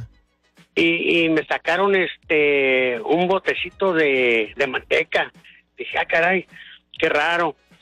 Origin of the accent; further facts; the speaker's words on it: Guadalajara, Jalisco, Mexico; No, compra, pero yo soy de Guadalajara, ¿qué voy a saber de las cosas?